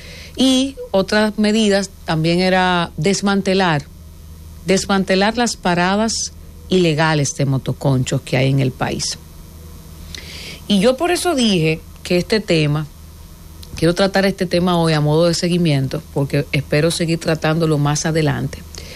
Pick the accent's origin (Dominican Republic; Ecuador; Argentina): Dominican Republic